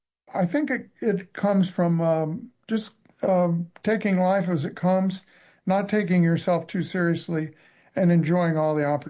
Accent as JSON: {"language": "English", "town": "Remington", "region": "Indiana", "country": "United States", "tie": "born or raised there", "said": "how did a kid from Remington, Indiana, and a high school class of 41 people find himself sitting in a bar drinking beer"}